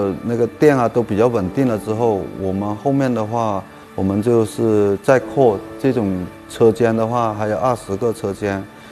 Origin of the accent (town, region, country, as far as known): Xinjiang, China